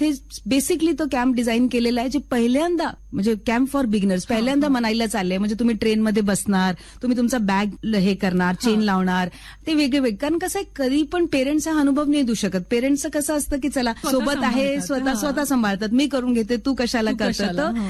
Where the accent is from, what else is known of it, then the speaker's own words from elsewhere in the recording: Himachal Pradesh, India; moved away as an adult; मी देवभूमी हिमाचलची आहे, ठीक आहे. माझे रूट्स तिकडचे आहे, ठीक आहे. माझा बॉर्न ब्रॉटअप हिमाचल, एज्युकेशन चंडीगडला.